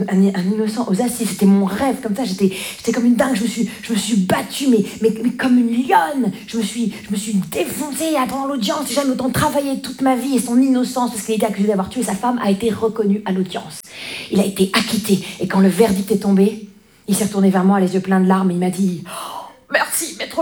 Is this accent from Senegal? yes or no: no; Grand Est, France; Vous savez, moi je viens des Vosges.